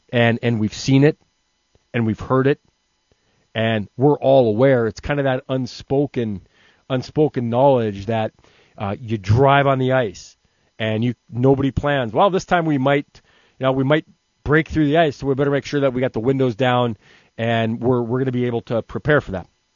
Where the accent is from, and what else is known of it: Williston, North Dakota, United States; born or raised there